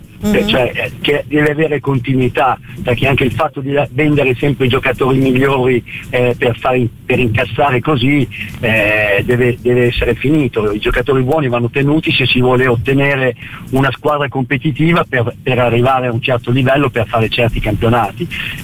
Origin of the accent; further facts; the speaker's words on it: Emilia-Romagna, Italy; Anche comincio con un aneddoto, no? Che io sono emiliano